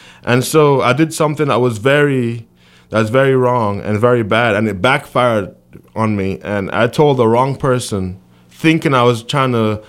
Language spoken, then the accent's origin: English; Jamaica; moved away as an adult; now in United States; I grew up in church in Jamaica, and my dad was a deacon.